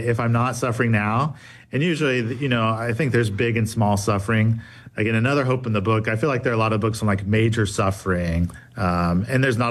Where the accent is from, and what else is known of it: United States